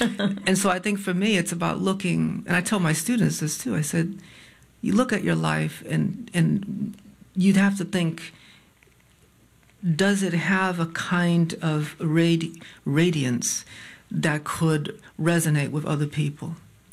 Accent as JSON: {"language": "English", "region": "Connecticut", "country": "United States", "moved": "as an adult"}